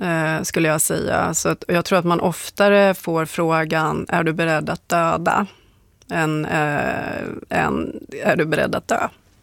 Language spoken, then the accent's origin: Swedish; Gotland, Sweden; born there; Och så växte jag upp på Gotland delvis, och då var det ju, det här var på 80-talet